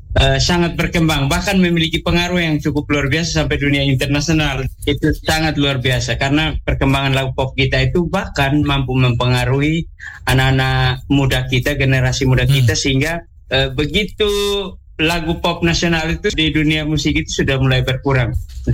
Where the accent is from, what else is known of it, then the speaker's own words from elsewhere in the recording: East Nusa Tenggara, Indonesia; Kalau kami orang TTS katakan orang TTU mereka katakan takanap.